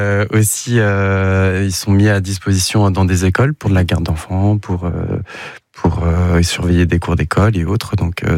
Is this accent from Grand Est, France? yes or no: no; Brittany, France; moved away as an adult; also born or lived in Beauvais; now in Lesneven, France; Breton pur beurre qui a voyagé, comme beaucoup. J'ai fait mes études au lycée à Cornouailles